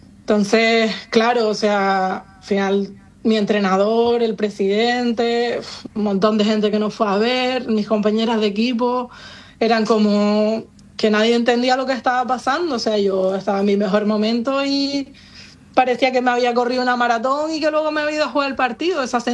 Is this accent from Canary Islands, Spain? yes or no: yes; Lanzarote, Canary Islands, Spain; Lanzarote, pero y demás.